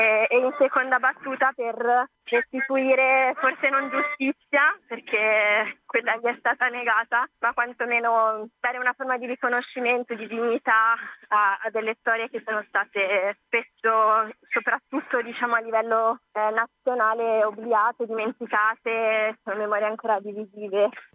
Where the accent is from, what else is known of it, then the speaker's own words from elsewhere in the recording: Bologna, Emilia-Romagna, Italy; a me interessa molto il tema della memoria storica, sono laureata in storia contemporanea, sono bolognese